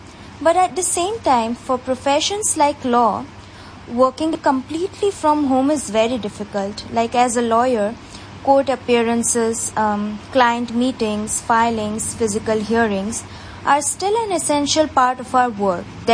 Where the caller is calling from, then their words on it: India; I'm speaking from India.